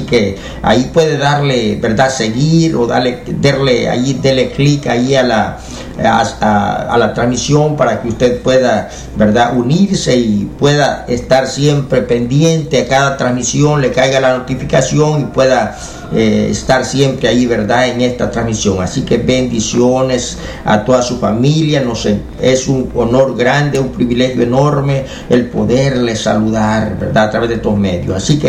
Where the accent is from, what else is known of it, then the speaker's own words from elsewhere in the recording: Honduras; Y también nosotros somos de ahí, de Honduras.